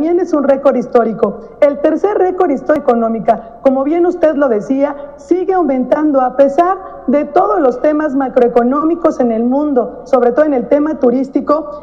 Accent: Mexico; somos las mexicanas y los mexicanos que turisteamos

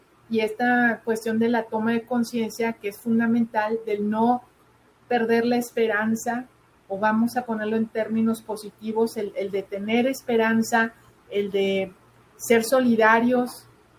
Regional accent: Mexico; yo ya tengo la mexicana y tengo suficiente con la mexicana, no necesito otra nacionalidad.

